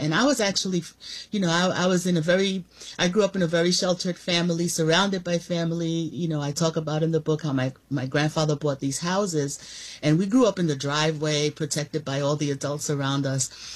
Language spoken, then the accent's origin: English; Bronx, New York, United States; and we grew up in the Bronx, but you know, we were, there were always eyes on us.